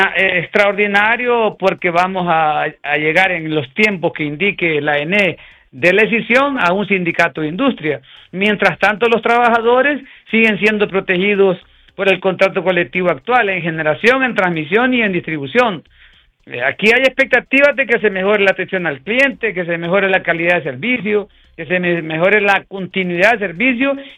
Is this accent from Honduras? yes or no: yes; Honduras; nosotros como hondureños nos hemos quedado rezagados